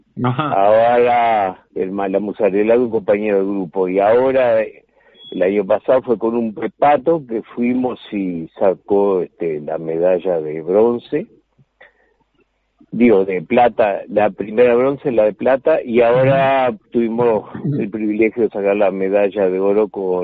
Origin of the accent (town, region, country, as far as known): Uruguay